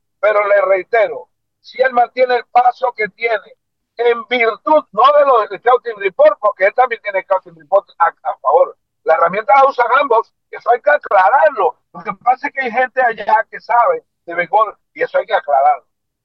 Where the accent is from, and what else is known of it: Panama